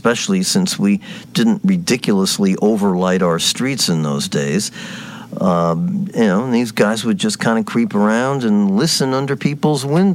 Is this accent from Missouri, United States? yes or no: no; Yonkers, New York, United States; growing up in Yonkers